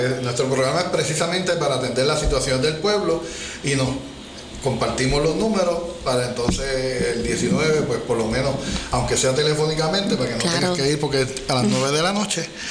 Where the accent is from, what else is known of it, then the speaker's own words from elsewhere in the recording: Mayagüez, Puerto Rico; Josareño, pero de Mayagüez. Del barrio Rosario de Mayagüez.